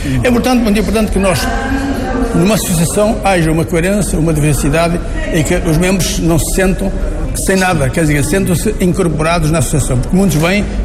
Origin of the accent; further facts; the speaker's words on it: Pombal, Leiria, Portugal; Agora eu que sou de Pombal, venho cá para termos 4 ações durante o ano.